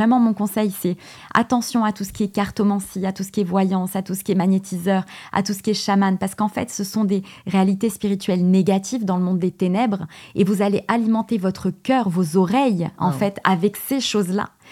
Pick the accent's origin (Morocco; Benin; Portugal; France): Portugal; Parce que je suis portugaise.